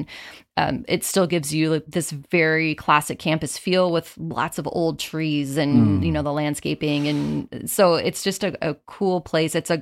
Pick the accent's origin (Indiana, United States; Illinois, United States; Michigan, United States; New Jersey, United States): Illinois, United States; Naperville; now in Quad Cities, United States; So I am originally from the Naperville area, just outside of Chicago, and I came to the Quad Cities almost 9 years ago now